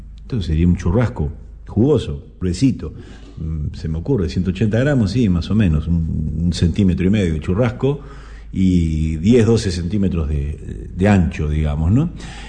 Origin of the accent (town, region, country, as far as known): Uruguay